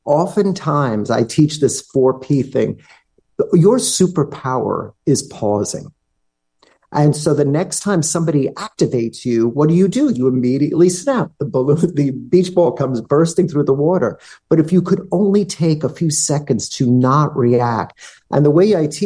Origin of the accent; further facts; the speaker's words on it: Staten Island, New York, United States; from Staten Island.